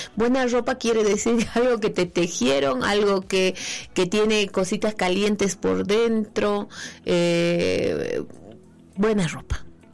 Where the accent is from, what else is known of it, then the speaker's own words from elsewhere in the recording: Potosí, Bolivia; como buenos potosinos, siempre llevamos el abrigo ahí.